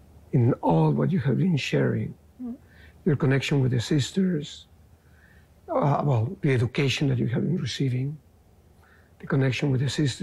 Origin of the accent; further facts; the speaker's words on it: San Luis Potosí, Mexico; moved away; my hometown. They had two schools where I lived, in Mexico, in San Luis Potosí.